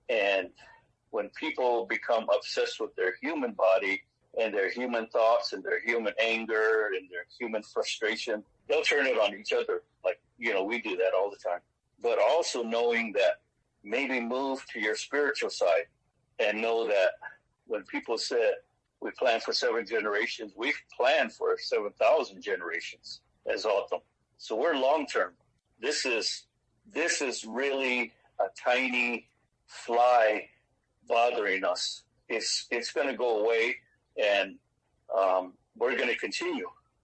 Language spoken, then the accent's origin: English; Gila River Indian Community, Arizona, United States; I'm from Hashinkook, which is Saguaro Standing and the Gila River Indian community. My mom is from there. My father was from the Sales and Tapao area.